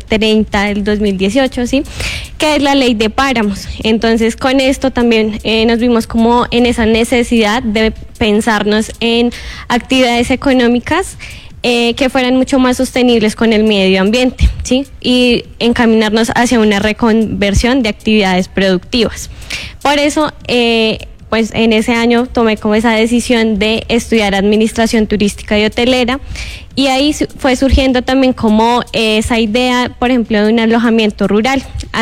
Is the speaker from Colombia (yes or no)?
yes; Úmbita, Boyacá, Colombia; Yo pues soy del municipio de Umbita, Boyacá. Hay algo muy particular, y es que yo habito en un área de páramo, ¿sí?